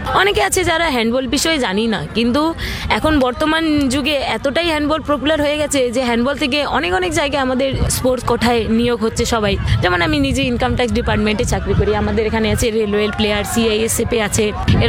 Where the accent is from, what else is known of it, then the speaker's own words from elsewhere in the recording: Jalpaiguri, West Bengal, India; জলপাইগুড়ি, যেটা আমার home team, আমি অ্যাকচুয়ালি জলপাইগুড়ির মেয়ে।